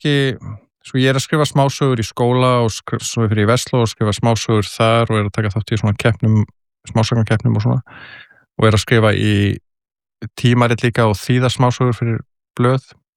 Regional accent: Kópavogur, Capital Region, Iceland; also born or lived in Reykjavík; Ég alinn upp í Kópavogi til 13 ára aldurs í Hjallakverfinu og ég fæddist svona í Reykjavík en ég man ekkert eftir því hérna fyrstu árunum en ég man bara eftir uppeldi í Kópavogi

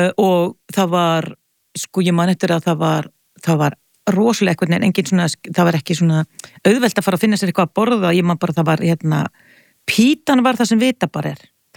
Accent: Hafnarfjörður, Capital Region, Iceland; ég reyndar alveg upp í Hafnarfirði, þannig ég var ekki daglega gestur í borginni fyrir ég var tvítu því ég flutt úr Hafnarfirði.

